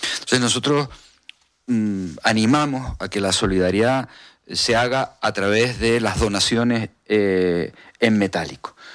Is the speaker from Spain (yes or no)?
yes; Canary Islands, Spain; En una sociedad como la canaria, tan estrechamente vinculada con Venezuela, donde tenemos relaciones familiares directas con personas en el terreno